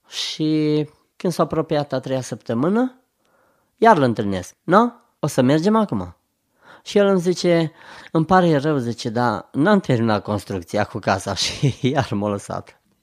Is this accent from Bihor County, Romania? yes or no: yes; Bihor County, Romania; born there; sunt din Oradea, de lângă Oradea născut, dar sunt membru la biserica Efrata numărul 9 Oradea